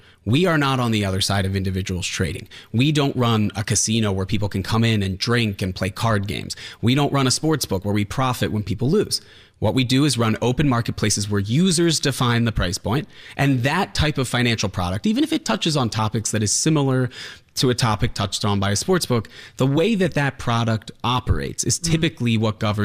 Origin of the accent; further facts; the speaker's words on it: New York, United States; as both a New Yorker and a lawyer